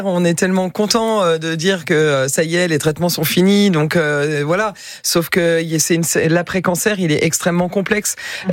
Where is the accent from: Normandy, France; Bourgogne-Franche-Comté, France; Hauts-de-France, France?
Bourgogne-Franche-Comté, France; Besançon; moved away; also born or lived in Lyon; je suis byzantine d'origine.